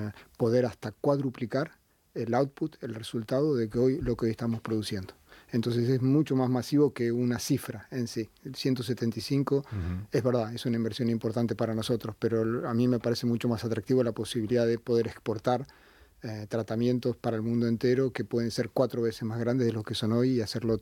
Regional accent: Argentina; also born or lived in Brazil / China; Como argentino, viví 5 años en Brasil.

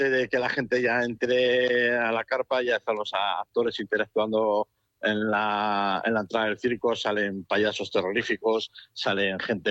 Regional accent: Basque Country, Spain; sí que es un orgullo venir a Cenagusia diciendo que somos gente del País Vasco, que decimos del País Vasco

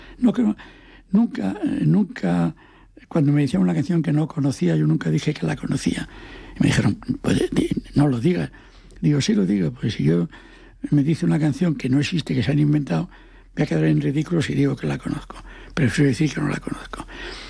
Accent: Asturias, Spain; Como yo soy asturiano, digo, ¿de dónde?

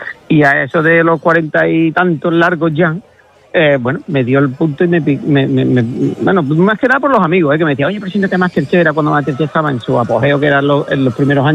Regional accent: Villanueva, Andalusia, Spain; Yo digo que Villanueva está a 40 kilómetros de todo, porque está a 40 kilómetros de Huelva capital, está a 45 de Sevilla, está a 42 del Rocío, está a 40 kilómetros

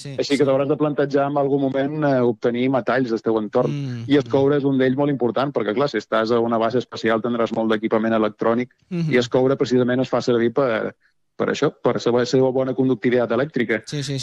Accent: Balearic Islands, Spain; Jo som de Balears

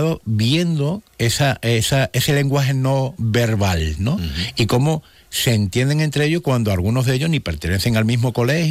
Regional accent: Spain; born there; cada vez que iba para Picadueña, mi casa, ¿no?, donde yo nací

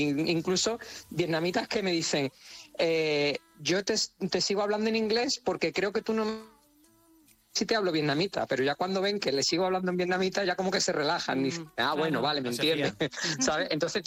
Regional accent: Seville, Andalusia, Spain; yo soy sevillano, yo soy de Sevilla, y nosotros pues, tenemos mucho salero, guasa

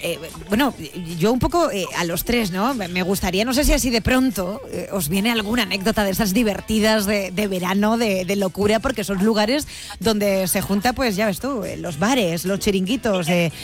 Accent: Almería, Andalusia, Spain; desde los propios almerienses

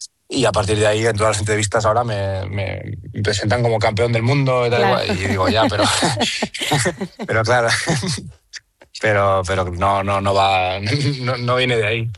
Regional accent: A Coruña, Galicia, Spain; yo soy de La Coruña, como sabes

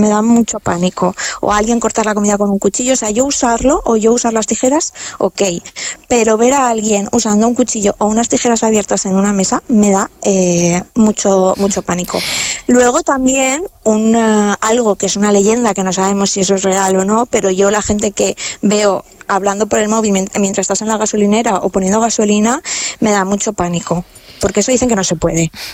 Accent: Valencian Community, Spain; Es un olor que no me gusta nada. Y mira, qué raro, siendo valenciana.

